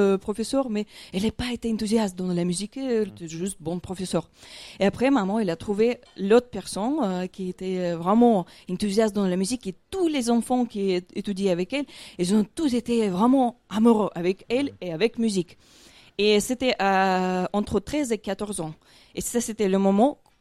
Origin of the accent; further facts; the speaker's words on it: Crimea, Ukraine; born there; French is a second language; moved away as an adult; also born or lived in Moscow, Russia; je suis née en Crimée.